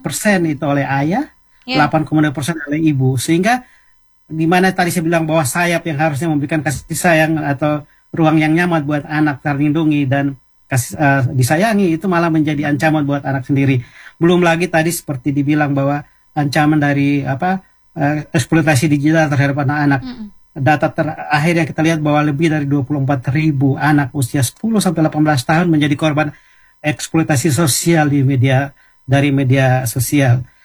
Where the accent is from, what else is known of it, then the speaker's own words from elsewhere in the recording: Surabaya, East Java, Indonesia; Pokoknya kampung saya Surabaya